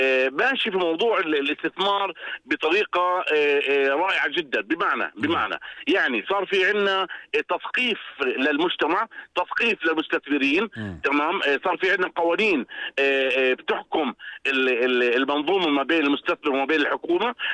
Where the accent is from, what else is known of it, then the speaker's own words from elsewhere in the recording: Jordan; عندنا في الأردن